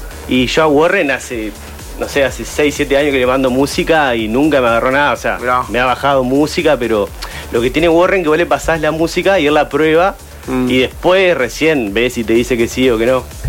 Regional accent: Paraná, Entre Ríos, Argentina; Paraná, la verdad que si bien es una ciudad chica, tenemos 300.000 habitantes.

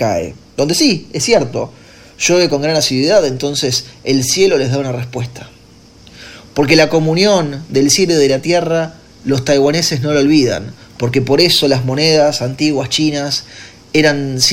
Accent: Argentina

